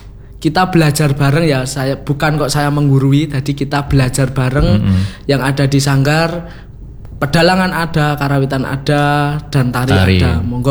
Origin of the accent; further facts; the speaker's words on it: Kartasura, Central Java, Indonesia; Kalau saya sendiri dari Kartosuro.